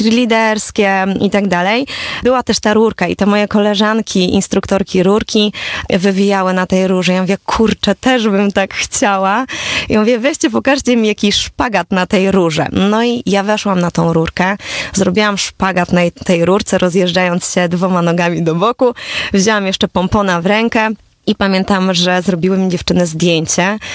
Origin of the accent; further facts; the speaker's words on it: Bełchatów, Łódź Voivodeship, Poland; Ja pochodzę z Bełchatowa, to jest bardzo małe miasto